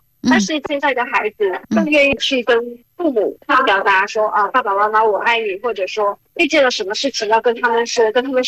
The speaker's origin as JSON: {"language": "Chinese", "country": "Cambodia", "second_language": "Chinese", "moved": "yes", "lives_now": "China"}